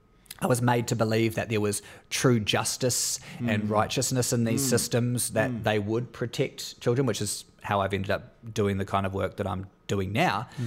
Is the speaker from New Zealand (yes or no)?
yes; New Zealand; now in Sydney, Australia; as a Kiwi